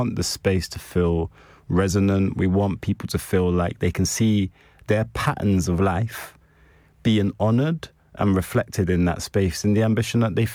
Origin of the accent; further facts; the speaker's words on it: Bethnal Green, London, United Kingdom; You know, I grew up in East London. I grew up in Bethnal Green.